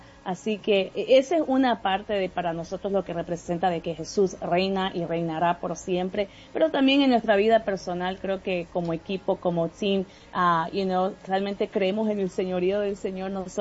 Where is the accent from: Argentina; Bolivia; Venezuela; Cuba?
Bolivia; obviamente mi persona, yo soy de Bolivia